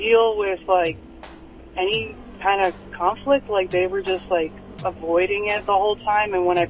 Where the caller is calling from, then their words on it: Rhinebeck, New York, United States; I'm calling from Rhinebeck.